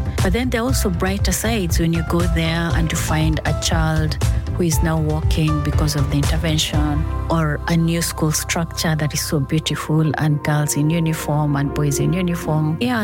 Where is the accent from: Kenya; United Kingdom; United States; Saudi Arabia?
Kenya; I'm a Kenyan, and I work in Kenya and Somalia program for the Lutheran World Federation